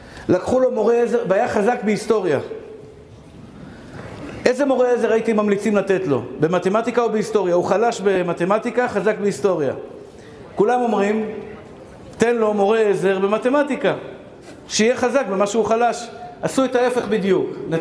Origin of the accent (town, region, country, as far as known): Bnei Brak, Tel Aviv District, Israel